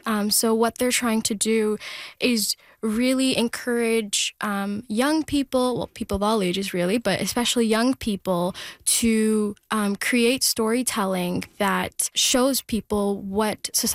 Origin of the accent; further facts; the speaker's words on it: India; first language Telugu; English is a second language; media, which is, again, my native language. In Telugu media, they still put on plays.